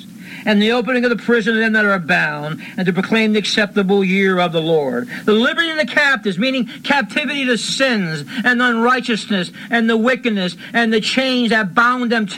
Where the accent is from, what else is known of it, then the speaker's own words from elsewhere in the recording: Bethlehem, Pennsylvania, United States; I grew up here. I was born here in Bethlehem, Pennsylvania in 1952. My father was born here in 1911. My grandfather was an immigrant from St. John's Bay, Portugal, Newfoundland, who moved down here as a young man in his 20s, here in first New York City